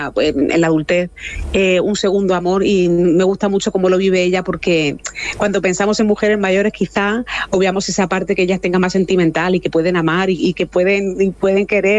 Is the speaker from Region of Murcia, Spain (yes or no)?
yes; Cieza, Region of Murcia, Spain; now in Murcia, Spain; porque yo, aunque soy de Cieza, también llevo